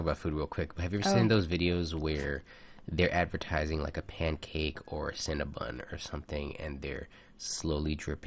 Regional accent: Philippines; I feel it. Chase thinks it's because I'm Filipino.

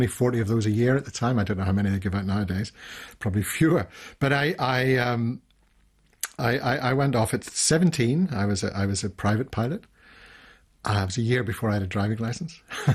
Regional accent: Northern Ireland, United Kingdom; But I'm an Irish Northern Irishman

